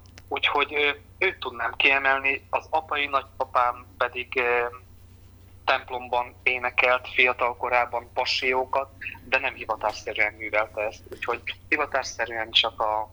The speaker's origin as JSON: {"language": "Hungarian", "town": "Berehove", "region": "Zakarpattia Oblast", "country": "Ukraine", "tie": "born or raised there", "said": "Igen, hát én egy nagyon szép kis polgári városban születtem, az egykori történelmi Magyarország Bereg vármegyéhez tartozott. Beregszász városa egy nagyon nagy múltú város"}